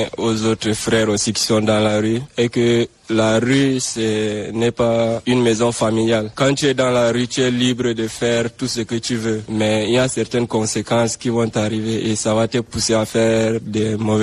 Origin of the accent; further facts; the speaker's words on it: Cameroon; now in Chad; Je me suis retrouvé ici au Tchad. Donc c'est de ma volonté que je suis venu ici. Et je suis Camerounais.